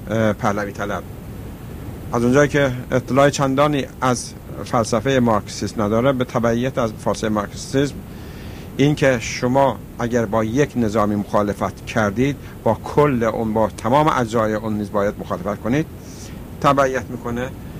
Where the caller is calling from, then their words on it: Iran